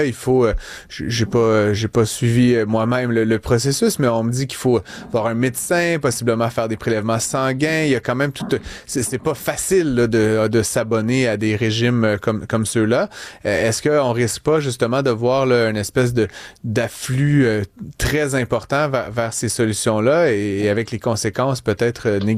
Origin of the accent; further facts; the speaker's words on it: Canada; chez nous au Canada